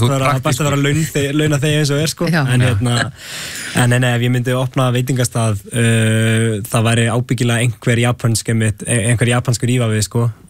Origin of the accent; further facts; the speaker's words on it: Siglufjörður, Northeastern Region, Iceland; ég kem frá Siglufjörði og þá er maður ofta að geta sveiðakjama út í sveit hjá sýstu pappa sko